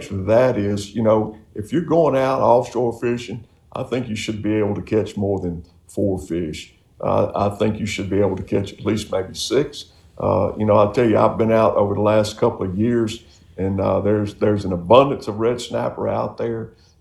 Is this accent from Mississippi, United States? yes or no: yes; Mississippi, United States; growing up on the Mississippi Gulf Coast, we love to fish.